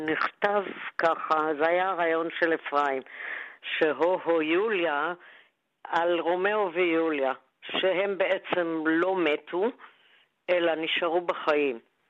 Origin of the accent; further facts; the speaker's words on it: Tel Aviv, Tel Aviv District, Israel; born there; first language German; Hebrew is a second language; נולדתי ברחוב גורדון שטרסה, בן יהודה שטרסה, שם לא דיברו בכלל עברית, ועד גיל 3, עד שהלכתי לגן, לא דיברתי אף מילה עברית. בעצם שפת האם שלי הייתה גרמנית, ולכן שלטתי בגרמנית.